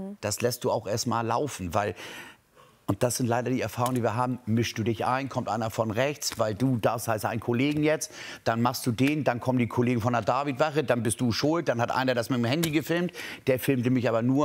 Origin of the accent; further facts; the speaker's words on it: Hamburg, Germany; Oh, ich glaube, ich war 15. Als Hamburger Jung und dann Freunde auf der Eisbahn.